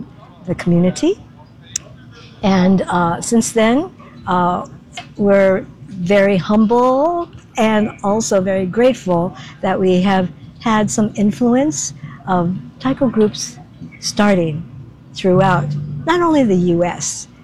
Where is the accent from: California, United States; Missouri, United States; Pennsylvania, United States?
California, United States; San Jose; I am from San Jose, California, from one of the three remaining historic Japan towns in the nation.